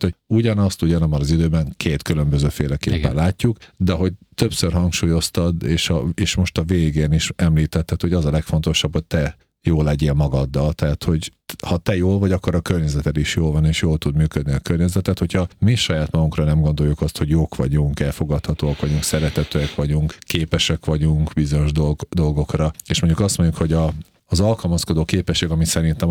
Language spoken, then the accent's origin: Hungarian; Hungary; én nagyon szeretek itt élni, és én nagyon szeretek magyarnak lenni.